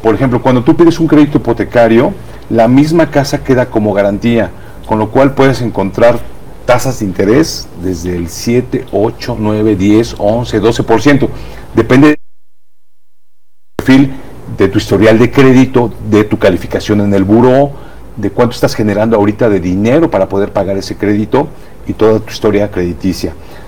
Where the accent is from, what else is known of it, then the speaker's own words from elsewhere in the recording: Mexico; como mexicanos nos quedamos solamente con una sola fuente de ingreso.